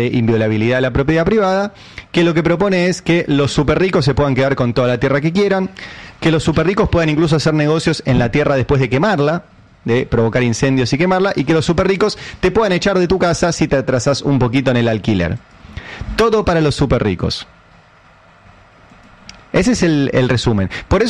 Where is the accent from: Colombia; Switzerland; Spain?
Spain; Catalonia; now in Argentina; Para mí, ya que soy catalán y consultor político, hablemos de los super ricos y hablemos de que se puede generar riqueza en la Argentina